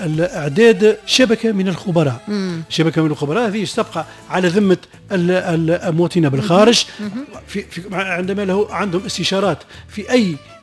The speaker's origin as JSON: {"language": "Arabic", "country": "Tunisia"}